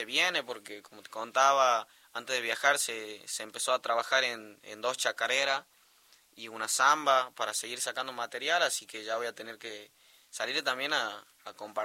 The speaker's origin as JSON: {"language": "Spanish", "town": "Alderete", "region": "Tucumán", "country": "Argentina", "said": "yo soy tucumano con orgullo."}